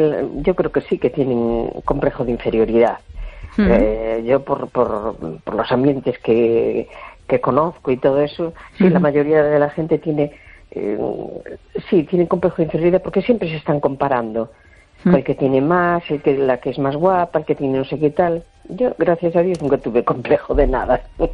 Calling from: A Coruña, Galicia, Spain; de La Coruña.

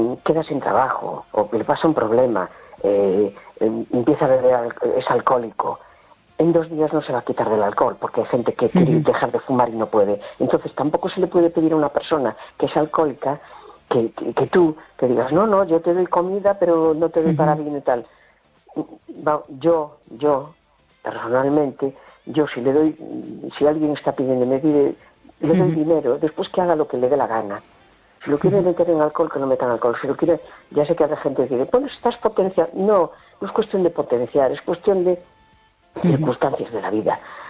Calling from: A Coruña, Galicia, Spain; Hola, buenas noches … de La Coruña.

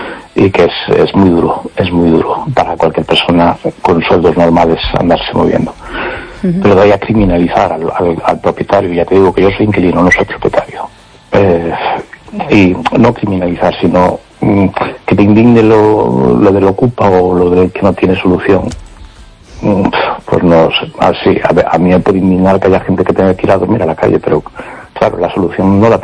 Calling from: A Coruña, Galicia, Spain; Hola, buenas noches … de Coruña.

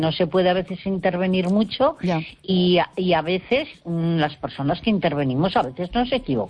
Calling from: Galicia, Spain; Que estoy muy cerquita de Vigo y llamo desde la provincia de Pontevedra.

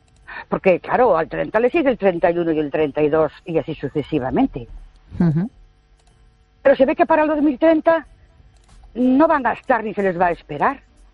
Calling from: Ourense, Galicia, Spain; de Orense.

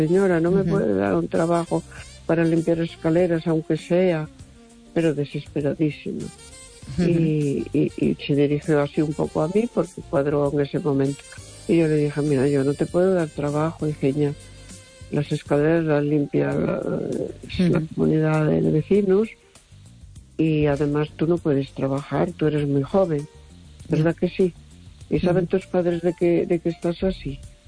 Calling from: A Coruña, Galicia, Spain; de Coruña.

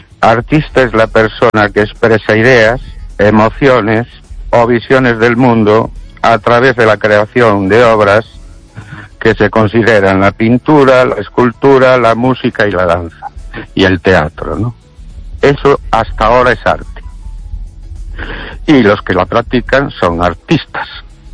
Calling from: Ourense, Galicia, Spain; Buenas noches, estéreo oyente … de Orense.

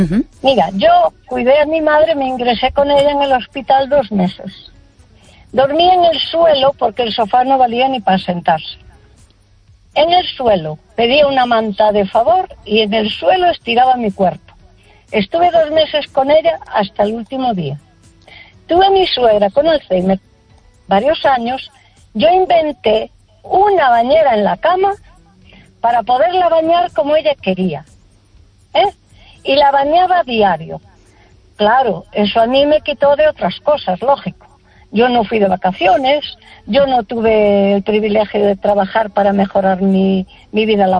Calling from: A Coruña, Galicia, Spain; De Coruña.

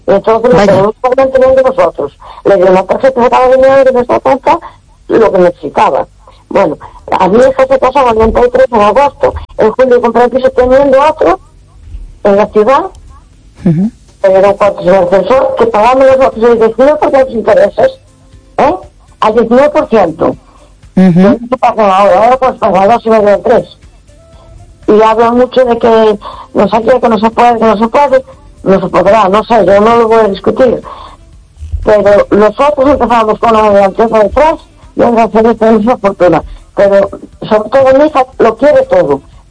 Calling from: A Coruña, Galicia, Spain; de Coruña.

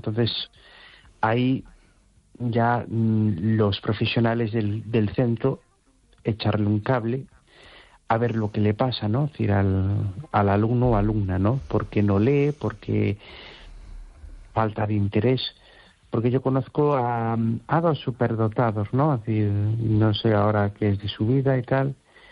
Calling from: Amoeiro, Galicia, Spain; de Amoiro.

